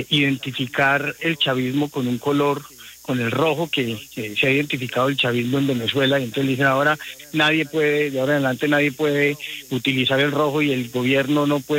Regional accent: Colombia; O sea, yo como colombiano

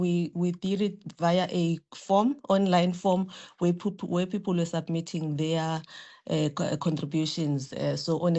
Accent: South Africa; being a South African

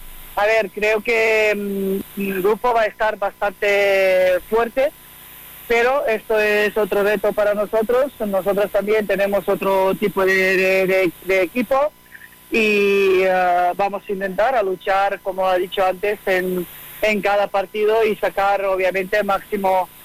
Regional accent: Serbia; Spanish is a second language; Yo prefiero así, en mi mentalidad, como soy de Serbia, mentalidad tengo a ganar todos los partidos

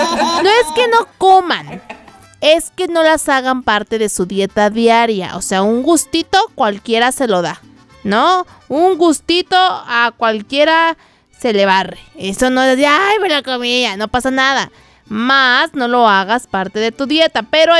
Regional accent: Mexico; Soy puro mexicano, nacido en esta tierra. Ay, así, a mí sí me encanta

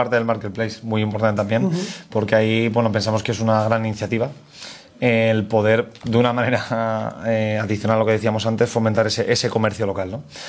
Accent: Valencia, Valencian Community, Spain; yo no soy de Alcoy, soy de Valencia

